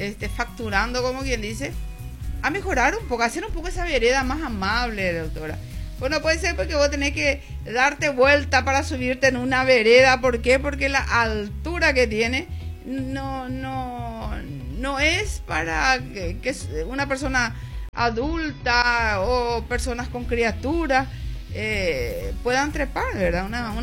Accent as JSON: {"language": "Spanish", "town": "Concepción del Norte", "region": "Santa Bárbara", "country": "Honduras", "said": "Yo soy de Concepción del Norte. En Concepción la municipalidad te manda notificaciones y te dice que la veredización es obligatoria."}